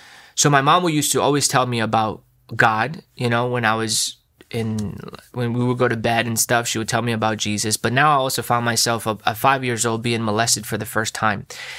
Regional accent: Nicaragua; I remember growing up in Nicaragua. And it was amazing. It was beautiful. You know, it's a third world country.

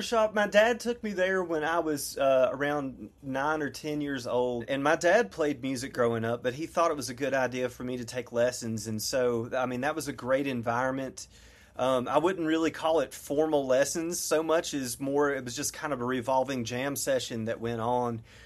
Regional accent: Wythe County, Virginia, United States; I grew up on a farm, a beef cattle farm in Wythe County. My folks still are there. It's 200 acres. They raise Angus beef cattle, but that had been a farm since the first European settlement.

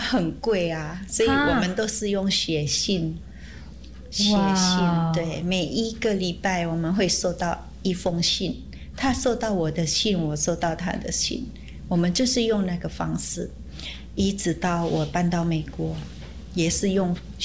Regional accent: Indonesia; also born or lived in Taiwan; now in Monrovia, United States; 我来自印尼。

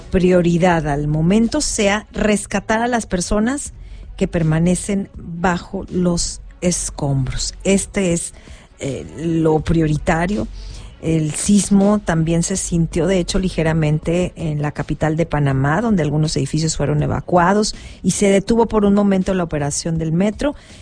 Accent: Mexico; tenemos que estar como ciudadanos mexicanos

